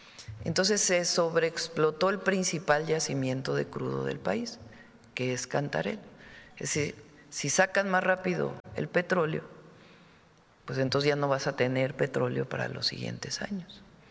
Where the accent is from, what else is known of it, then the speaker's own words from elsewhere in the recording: Mexico; entre todos somos parte de México, de este gran país, de nuestro gran pueblo.